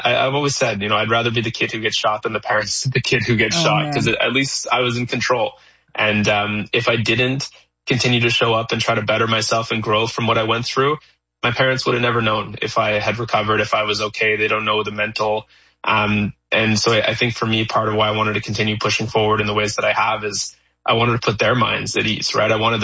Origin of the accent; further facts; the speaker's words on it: Kanata, Ontario, Canada; I'm born and raised in Kanata.